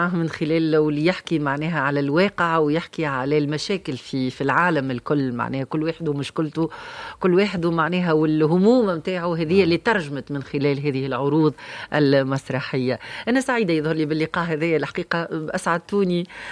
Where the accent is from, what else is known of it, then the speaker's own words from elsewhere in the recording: Tunisia; اللي نرحبوا بيهم في العزيزة بلدي تونس الحب.